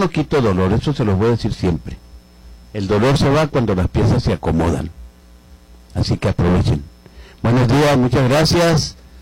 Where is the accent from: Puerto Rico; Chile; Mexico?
Mexico; Samalayuca, Chihuahua; soy de Chamalayuca.